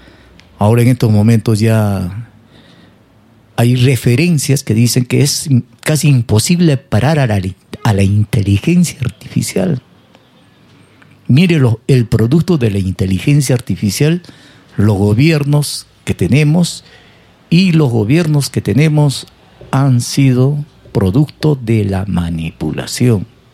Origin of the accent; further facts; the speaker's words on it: Peru; No somos iguales, pues, los peruanos, somos peruanos, pues.